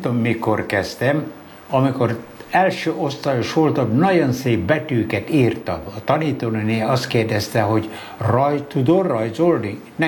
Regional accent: Túrkeve, Jász-Nagykun-Szolnok, Hungary; Turkéjében születtem, ott kezdtem tanulni, írni, olvasni.

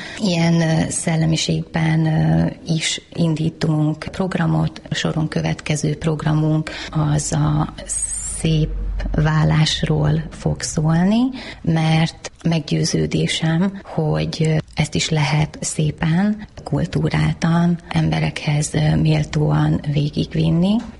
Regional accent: Gyula, Békés, Hungary; Gyulaiként ez szinte elkerülhetetlen, mert azért ez egy picike város.

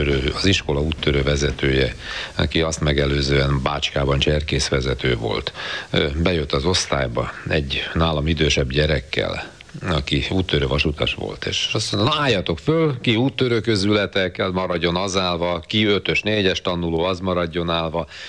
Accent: Budapest, Hungary; mi a Flaszteron nőttünk fel. Én ott laktam a 9-ben, szóval ház, tégla, beton, Flaszter, ott nőttünk föl

